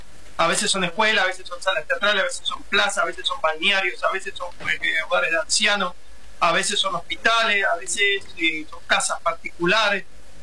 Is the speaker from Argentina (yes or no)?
yes; Quilmes, Buenos Aires Province, Argentina; Somos de Quilmes, sí. Sí, muy cerca de la radio, como 20 cuadras.